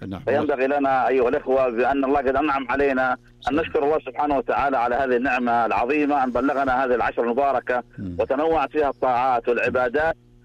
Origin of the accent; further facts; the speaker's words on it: Abu Arish, Jazan Province, Saudi Arabia; لا أنا من جازان محافظة أبو عريش قرية الزبيدة.